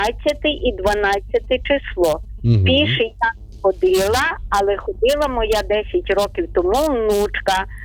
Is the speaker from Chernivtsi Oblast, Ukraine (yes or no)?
no; Ternopil Oblast, Ukraine; Я з Тернопільщини, пішу не ходила, але хочу сказати, в нас є ще одна роща греко-католицька.